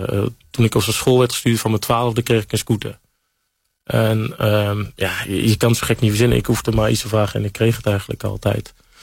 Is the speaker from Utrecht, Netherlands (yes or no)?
yes; Utrecht, Netherlands; born or raised there